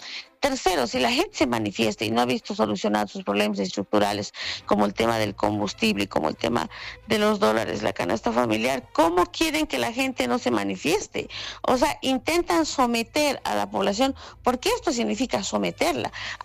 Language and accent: Spanish; Bolivia